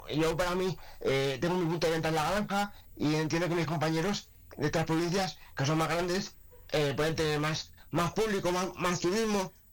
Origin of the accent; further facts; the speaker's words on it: Segovia province, Castile and León, Spain; Que como vengo de mi pueblo, pues estoy en casa.